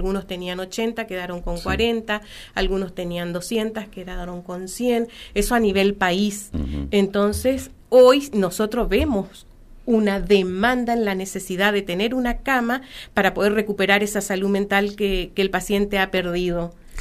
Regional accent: Misiones, Argentina; Qué lindo decir soy de Misiones

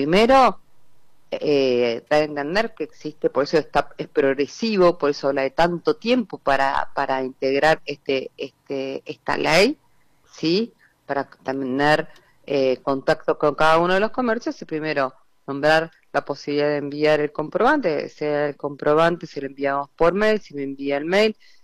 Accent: San Martín de los Andes, Neuquén, Argentina; moved away; de donde vengo yo, de San Martín de los Andes

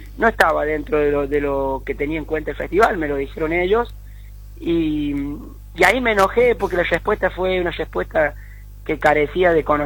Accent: Sebastián Elcano, Córdoba, Argentina; yo me crié en el pueblo, en Sebastián Elcano, que es un pueblo chico de algo de 3.500, 4.000 habitantes, en el norte de la provincia de Córdoba.

